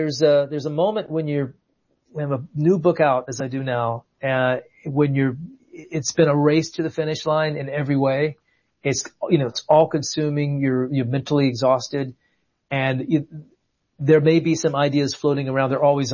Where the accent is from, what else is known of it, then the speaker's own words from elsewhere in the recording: North Carolina, United States; I'm from North Carolina, so part of the South where people really like biblical names or names that are derived from biblical names.